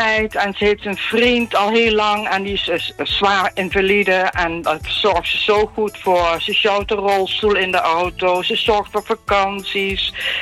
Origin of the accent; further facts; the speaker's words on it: Nijmegen, Gelderland, Netherlands; born there; Ja, ik ben geboren in Nijmegen, dus ik weet niet anders.